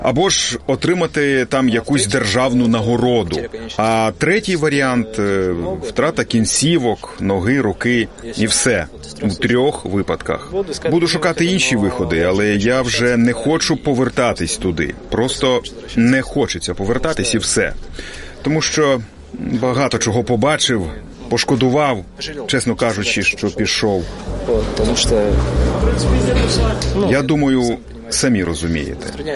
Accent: Kyrgyzstan; moved away; Я не з Росії. Я родом із Киргизії. А за національністю я узбек.

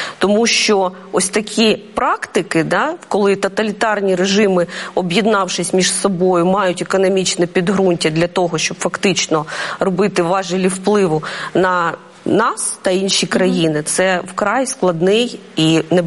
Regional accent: Debaltseve, Donetsk Oblast, Ukraine; moved away; Я сама з міста, яке окуповано з 14-го року, з Донеччини, з міста Дебальцево.

